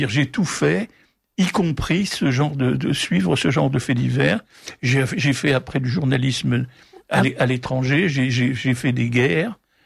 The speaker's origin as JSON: {"language": "French", "town": "Paris", "region": "Île-de-France", "country": "France", "said": "J'ai dit bah non, moi je serais bien resté, mais je suis parisien, je veux quand même retrouver ma famille à Paris, donc je suis remonté à Paris, et j'ai cherché du boulot."}